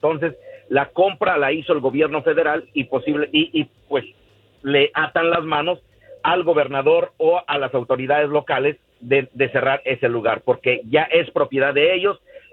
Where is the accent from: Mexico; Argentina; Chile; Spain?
Mexico; tenemos que cerrar filas como inmigrantes, como hispanos, como mexicanos, como latinos